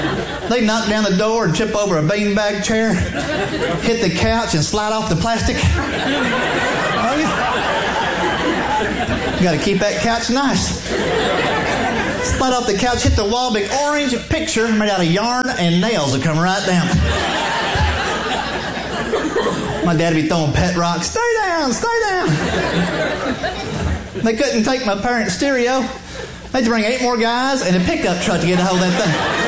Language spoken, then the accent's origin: English; Lexington, Kentucky, United States; also born or lived in Ohio; now in Tennessee, United States; I grew up just outside of Lexington, and then I moved to Ohio for a while, and I broke a tooth and bought a truck and had to move all the way down to Tennessee.